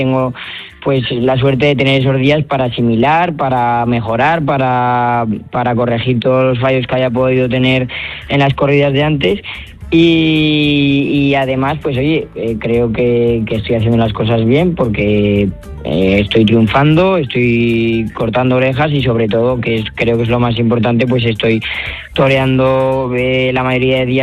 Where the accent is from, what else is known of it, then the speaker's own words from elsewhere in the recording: Zaragoza, Aragon, Spain; Y Zaragoza, pues que también es muy importante porque